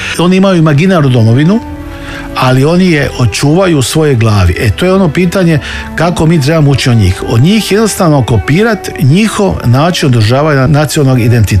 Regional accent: Croatia; mi smo Hrvati

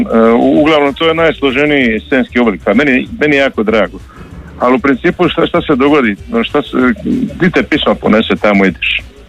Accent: Dalmatia, Croatia; ovo naše Dalmatinsko

